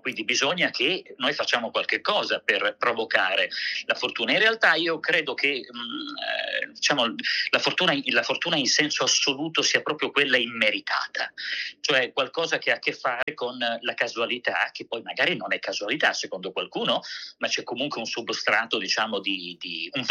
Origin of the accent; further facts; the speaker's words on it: Monfalcone, Friuli-Venezia Giulia, Italy; Monfalcone è la mia città natale, sono nato lì